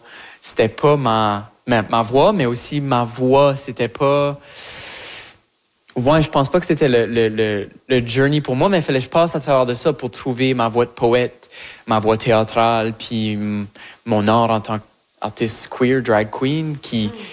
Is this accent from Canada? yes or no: yes; Acadia, Canada; now in Montreal, Canada; que ma voix se manifeste à travers, que mon acadienté se manifeste à travers cette voix-là. Même si mon accent change, puis mon vocabulaire évolue, puis mes expériences québécoises, montréalaises ajoutent à cette sauce-là